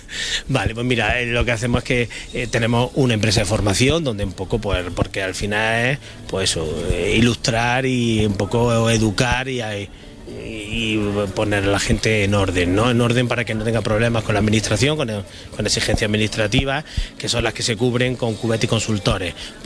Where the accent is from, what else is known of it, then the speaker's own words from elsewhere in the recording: Úbeda, Andalusia, Spain; Yo soy pues más de Úbeda que los chicos Morcilla. Llevo Jaén por bandera.